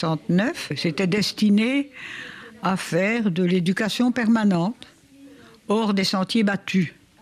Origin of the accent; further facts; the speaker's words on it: Wallonia, Belgium; born there; je suis née dans le Brabant-Wallon